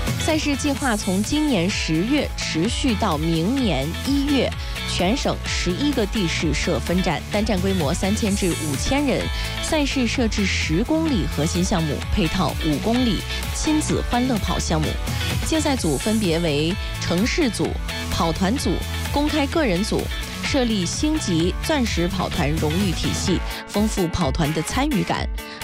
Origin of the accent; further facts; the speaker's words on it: Hangzhou, Zhejiang, China; 你可以参加属于我们杭州人自己的运动会。